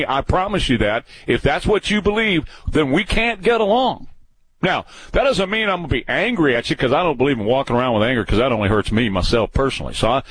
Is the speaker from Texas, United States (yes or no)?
yes; San Antonio, Texas, United States; Craig is calling from San Antonio. My hometown.